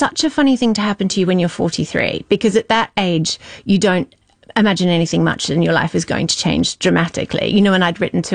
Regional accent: New Zealand; I grew up in a sort of New Zealand branch of the Brethren, which wasn't Plymouth.

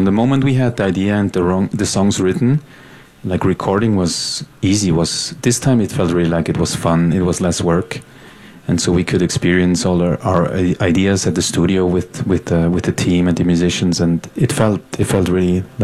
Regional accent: Switzerland; even though we grew up in Switzerland.

